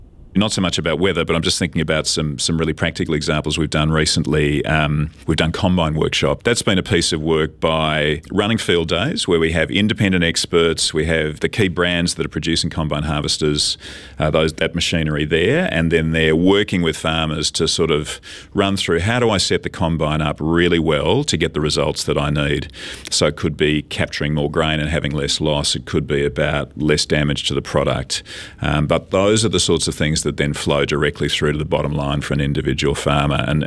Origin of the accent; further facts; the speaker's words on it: Australia; moved away as an adult; now in New Zealand; I'm actually Australian. I've been here for, it'll be 25 years in December.